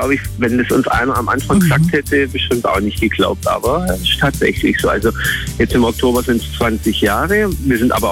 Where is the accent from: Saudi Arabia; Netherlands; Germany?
Germany; Schramberg, Baden-Württemberg; ich komme aus Schramberg.